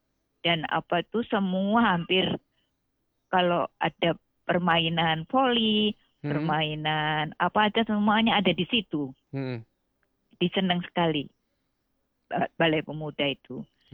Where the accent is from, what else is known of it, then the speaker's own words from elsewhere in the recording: East Java, Indonesia; Nah, kami dari Kecamatan Genteng, saya yaitu saya